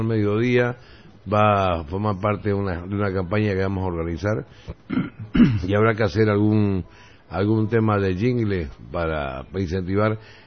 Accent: Santa Cruz, Bolivia; como cruceño, como periodista

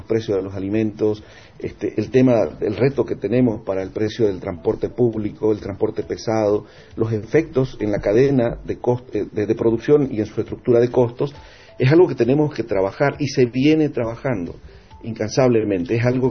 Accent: Bolivia; que nos corresponde a todos los bolivianos. No somos los del gobierno, no es el comité cívico, no somos los bolivianos

